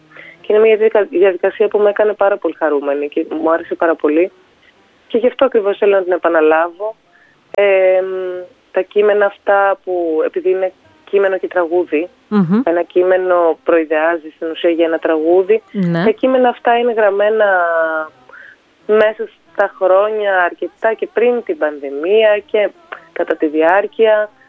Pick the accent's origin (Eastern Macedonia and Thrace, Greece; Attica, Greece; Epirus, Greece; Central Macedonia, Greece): Attica, Greece; Athens; εγώ έχω γεννηθεί, έχω μεγαλώσει στην Αθήνα, οπότε θεωρώ τον εαυτό μου περισσότερο Αθηναία από οτιδήποτε άλλο.